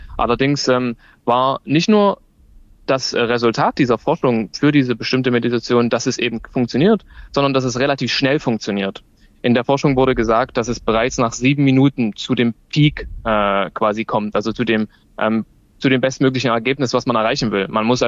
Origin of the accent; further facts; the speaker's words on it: Erfurt, Thuringia, Germany; moved away as an adult; also born or lived in Leipzig / Hamburg; now in India; Ich komme aus Erfurt, genau, habe dann in Leipzig studiert und in Hamburg auch gearbeitet